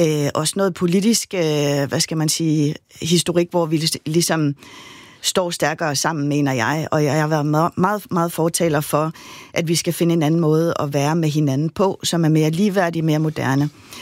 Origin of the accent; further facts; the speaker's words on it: Greenland; now in Greenland and Denmark; jeg var bare vokset op i hele min barndom og hele min ungdom i Grønland